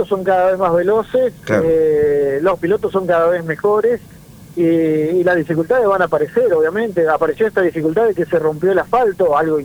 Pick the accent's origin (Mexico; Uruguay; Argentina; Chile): Argentina